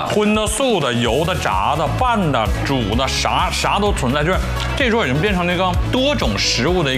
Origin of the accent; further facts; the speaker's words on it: Jilin, China; 我想上我的家乡吉林。